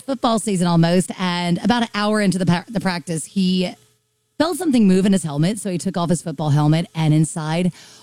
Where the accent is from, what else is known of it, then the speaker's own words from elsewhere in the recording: the South, United States; See, I'm from the South.